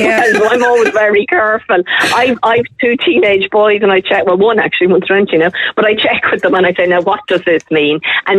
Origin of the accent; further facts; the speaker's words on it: County Cavan, Ireland; So if you think, say you're from Donegal, I'm originally from Cavan, we might say, as opposed to you or ye, we might say yous.